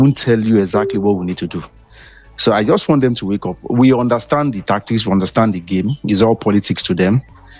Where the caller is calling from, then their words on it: Abuja, Federal Capital Territory, Nigeria; I'm calling from Abuja.